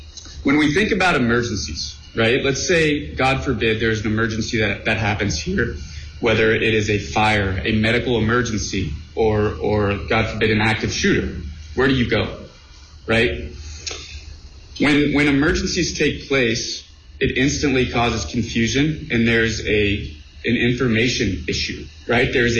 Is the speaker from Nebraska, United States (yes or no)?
no; Jasper, Indiana, United States; moved away as an adult; I moved back to my hometown in Jasper, Indiana 2 years ago